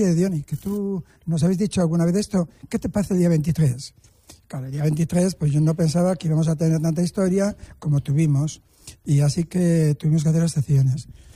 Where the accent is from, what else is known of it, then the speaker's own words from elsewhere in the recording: Villanueva del Río, Andalusia, Spain; vinieron 33 personas de Villanueva del Río, que es mi pueblo, que tenían un proyecto.